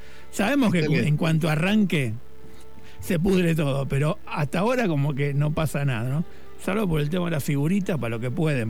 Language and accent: Spanish; Argentina